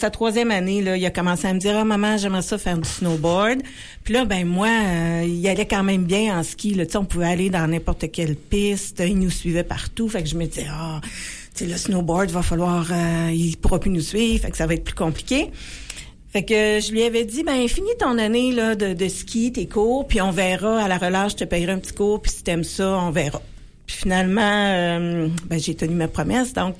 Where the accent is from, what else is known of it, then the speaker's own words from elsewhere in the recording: Quebec, Canada; moi, je viens de la Quatre-Chemins. Je suis originaire de la Quatre-Chemins.